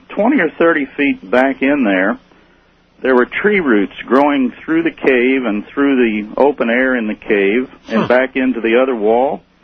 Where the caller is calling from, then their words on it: Santa Rosa, California, United States; I'm in Santa Rosa, California, listening on KSRO 1350.